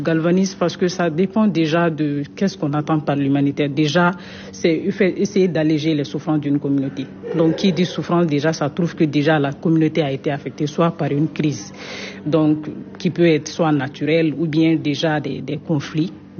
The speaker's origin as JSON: {"language": "French", "country": "Mali"}